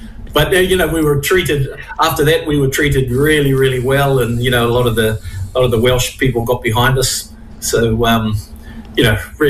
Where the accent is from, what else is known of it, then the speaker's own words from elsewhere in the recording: New Zealand; I'd born and bred in New Zealand